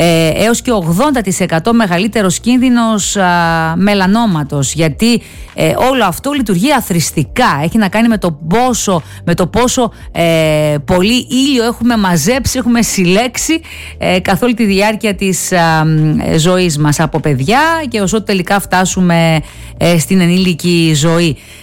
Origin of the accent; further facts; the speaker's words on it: Greece; εγώ κυνηγώ τις κόρες μου στην παραλία ως Ελληνίδα μάνα